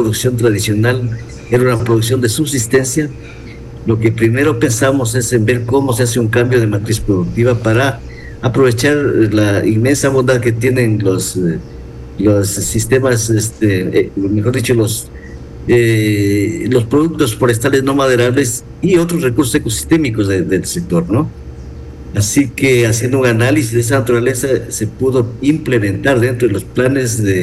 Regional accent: Loja, Ecuador; moved away as an adult; now in Nangaritza, Ecuador; porque nosotros, la mayor parte de los que estamos habitando allá, provenimos de la provincia de Loja, también hay familias de la provincia de La Suay, pero la mayoría estamos de la provincia de Loja.

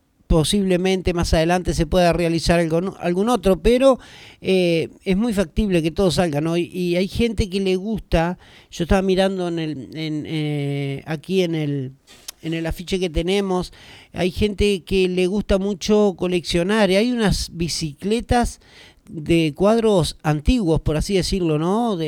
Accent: Uruguay

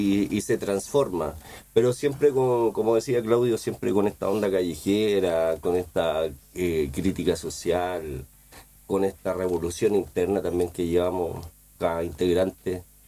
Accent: Recoleta, Santiago Metropolitan Region, Chile; Bueno, mi orígenes están en La Pincoya, en la combatiente Pincoya, allá al final de Recoleta.

